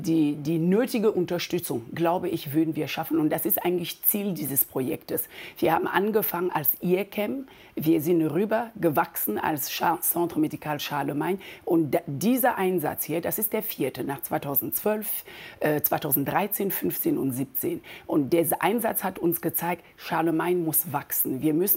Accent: Cameroon; moved away; ich komme aus Kamerun

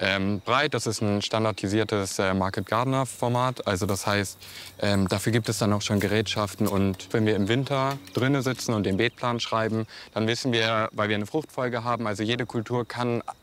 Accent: Hanover, Lower Saxony, Germany; also born or lived in Düsseldorf; Das hilft auf mich auf jeden Fall zu. Ich komme eigentlich aus Hannover.

